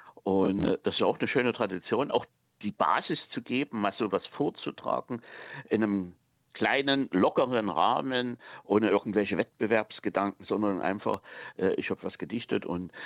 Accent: Saxony, Germany; accent: Saxon dialect

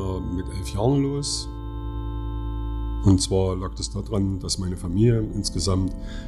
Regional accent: Oelsnitz, Saxony, Germany; ich bin in einer Kleinstadt in Vogtland aufgewachsen, in Ösnitz.

